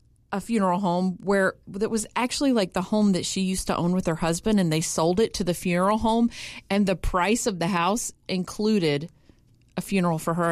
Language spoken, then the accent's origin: English; Macon, Georgia, United States; my hometown, Macon, Georgia.